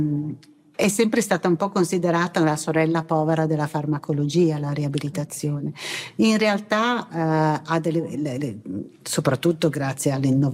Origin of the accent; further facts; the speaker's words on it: Milan, Lombardy, Italy; milanese conoscevo come milanese e che non sapevo che fosse così esteso